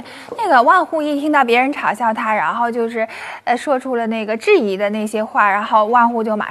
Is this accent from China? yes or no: yes; China; 并最终实现了我们中国人的飞天的梦想。